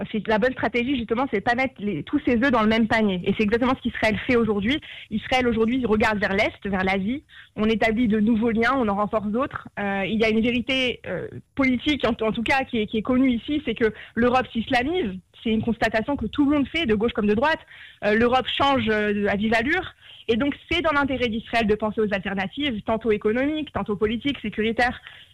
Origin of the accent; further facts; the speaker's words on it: France; en tant que Française